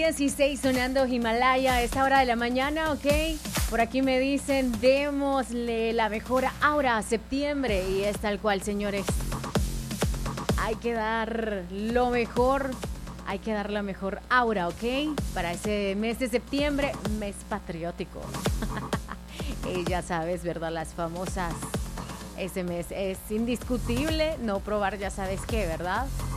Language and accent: Spanish; El Salvador; ¿Será que nosotros, como salvadoreños, también tenemos ese amor por la patria, por nuestro país, por nuestra cultura?